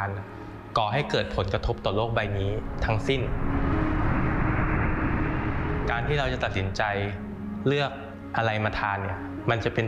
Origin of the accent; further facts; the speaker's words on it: Bangkok, Thailand; moved away as an adult; now in Chiang Mai, Thailand; เป็นคนที่เกิดและเติบโตที่กรุงเทพหนีน้ำท่วมปี54มาอยู่ที่นี่3สัปดาห์แล้วก็กลับไป